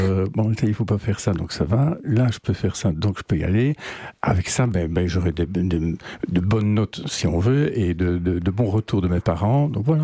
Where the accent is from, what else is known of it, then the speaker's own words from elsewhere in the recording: Hasselt, Flanders, Belgium; also born or lived in Landen / Brussels; mon papa étant militaire, donc j'ai grandi à Hasselt, Landen, Bruxelles